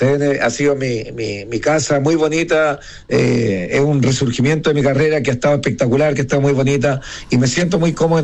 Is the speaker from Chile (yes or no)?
yes; Santiago, Santiago Metropolitan Region, Chile; yo me crié ahí en cerca de la población Yarur, donde hoy día está Machaza, donde está Chilevisión. Es un barrio muy, un casco antiguo de Santiago que es muy, muy bonito, y que al día de hoy, bueno, mis papás son de allá